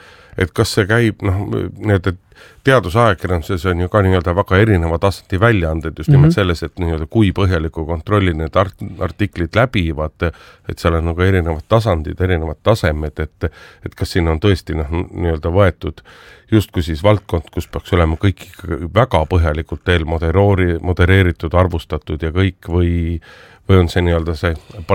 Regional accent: Tartu, Tartu County, Estonia; born there; ma olen sünnilt olen tartlane ja olen alati Tartut Eesti kõige paremaks linnaks pidanud

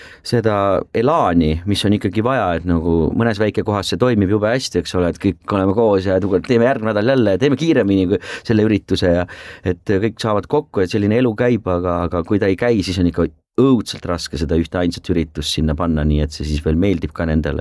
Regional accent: Tallinn, Harju County, Estonia; No mina olen muidugi linnapoiss ja tallinlane eluaeg olnud

